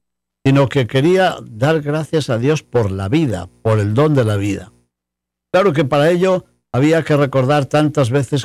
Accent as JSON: {"language": "Spanish", "town": "León", "region": "Castile and León", "country": "Spain", "tie": "born or raised there", "said": "y también tuve la oportunidad para pronunciar en León, mi ciudad natal de León, una conferencia sobre San Isidoro"}